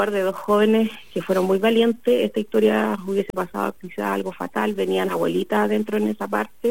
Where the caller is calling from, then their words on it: Lota, Biobío, Chile; Estoy llamando de Lota.